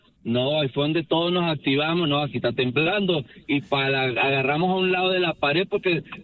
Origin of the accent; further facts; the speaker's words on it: Venezuela; Bueno, Flaco, mira, yo soy de Venezuela. Y okay, el último temblor que yo viví en Venezuela, si no me equivoco, fue hace como 10 años atrás.